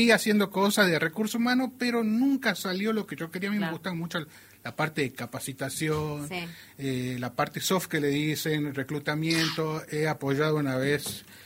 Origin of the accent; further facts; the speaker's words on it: Salta, Argentina; El salteño, yo soy de la idea que por ahí te cruzan y te dicen, ¿vos sos de Salta? Sí.